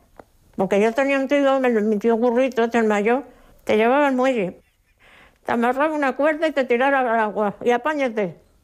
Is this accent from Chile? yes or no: no; Chafarinas Islands, Spain; born there; Bueno, pues … nací en las Islas Chafarinas. En el 1926, antes de ayer.